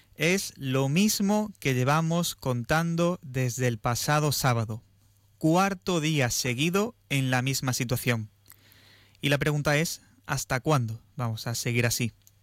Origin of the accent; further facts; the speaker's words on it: Ceuta, Spain; Y somos nosotros, los ceutíes